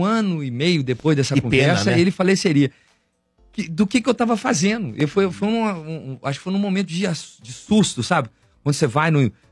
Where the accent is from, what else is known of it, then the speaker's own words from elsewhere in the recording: Belo Horizonte, Minas Gerais, Brazil; somos aqui de Belo Horizonte, somos amiga das meninas